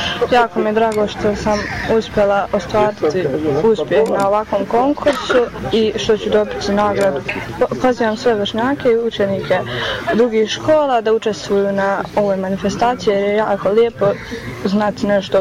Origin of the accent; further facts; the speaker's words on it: Sapna, Federation of Bosnia and Herzegovina, Bosnia & Herzegovina; dolazim iz Sapne, pohađam osnovnu školu Sapna i imam 14 godina.